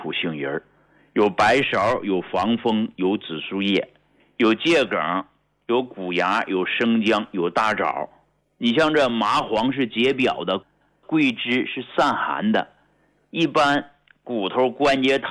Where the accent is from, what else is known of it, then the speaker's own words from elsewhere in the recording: China; 我们中国人体质它不一样。